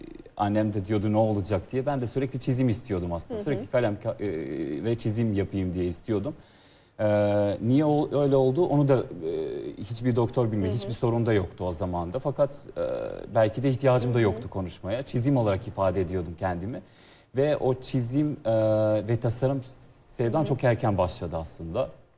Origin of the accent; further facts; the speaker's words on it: Serbia; Turkish is a second language; moved away; Evet, Sırbistan'ın milli kayakçısıydım.